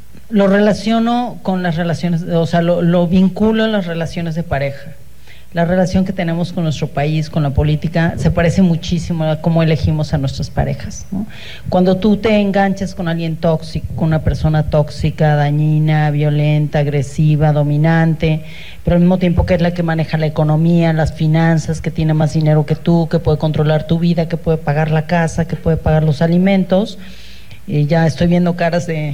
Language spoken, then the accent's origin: Spanish; Mexico